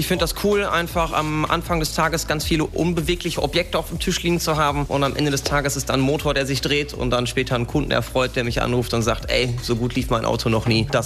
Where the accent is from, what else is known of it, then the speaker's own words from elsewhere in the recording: Dortmund, North Rhine-Westphalia, Germany; als Dortmunder